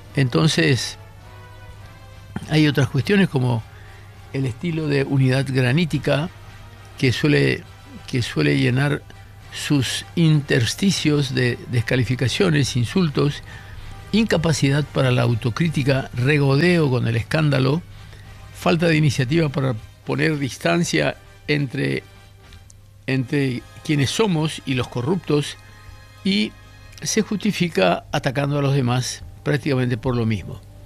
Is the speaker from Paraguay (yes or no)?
yes; Paraguay; la verdadera unidad posible es la que nos consagra como paraguayos, esa representación original que adquirimos al momento de nacer